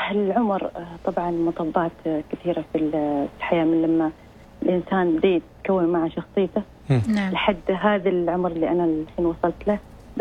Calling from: Bidbid, Ad Dakhiliyah, Oman; من ولاية بدبد.

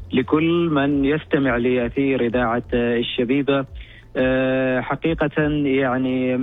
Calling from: Oman

